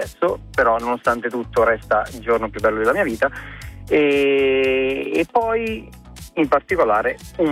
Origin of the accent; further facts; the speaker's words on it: San Giuseppe Vesuviano, Campania, Italy; moved away as an adult; now in Colleferro, Italy; sono appena arrivato al mio paese natale in provincia di Napoli, San Giuseppe Vesuviano.